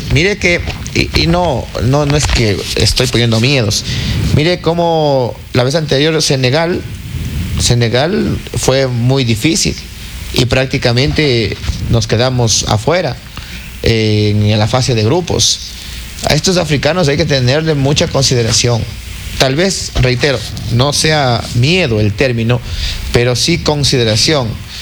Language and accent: Spanish; Ecuador; Soy ecuatoriano